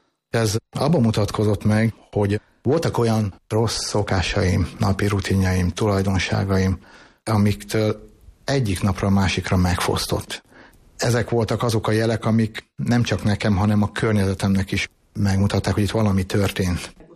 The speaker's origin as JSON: {"language": "Hungarian", "town": "Dunaújváros", "region": "Fejér", "country": "Hungary", "tie": "born or raised there", "lives_now": "Máriabesnyő, Hungary", "said": "Mária Besnyőre Dunajvárosból kerültünk el."}